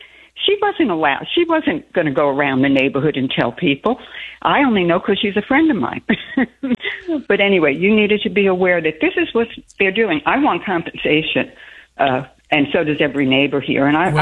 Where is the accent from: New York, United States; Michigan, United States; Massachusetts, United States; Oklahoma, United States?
New York, United States; Brooklyn; now in Texas, United States; I'm originally from Brooklyn, but I'm almost a Texan. I've been here 45 years.